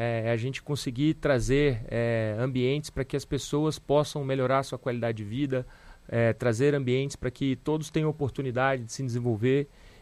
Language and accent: Portuguese; Minas Gerais, Brazil; accent: mineiro; now in Joinville, Brazil; o meu sotaque ele não nega as minhas raízes, né, que são raízes mineiras. Mas eu sou um mineiro joinvilense, um mineiro catarinense.